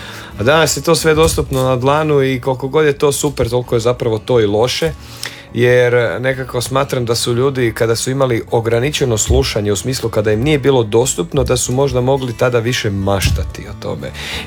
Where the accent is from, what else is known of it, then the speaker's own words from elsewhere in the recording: Podravina, Croatia; pošto dolazim iz Podravine, naravno tamo se jako puno vrtila tambura